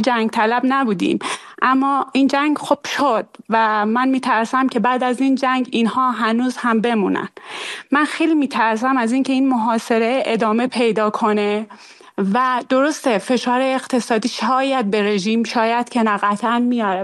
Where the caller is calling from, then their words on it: Iran; ما ایرانی ها